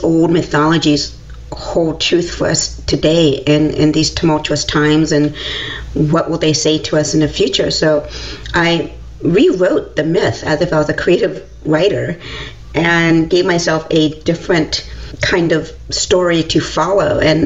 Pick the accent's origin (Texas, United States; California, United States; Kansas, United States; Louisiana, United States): California, United States; Berkeley; I grew up in Berkeley. I was born in 1972.